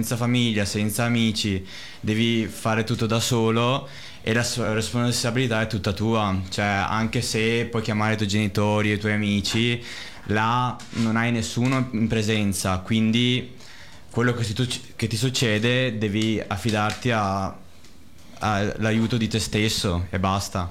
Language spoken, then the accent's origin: Italian; Resana, Veneto, Italy; sono figlio di Simone, vengo da Resana